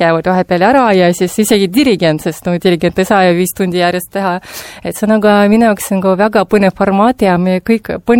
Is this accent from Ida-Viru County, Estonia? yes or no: yes; Narva, Ida-Viru County, Estonia; born there; mina tahan, kuna ma olen sündinud Narvas, ma tahan, et Narvas oleks kultuur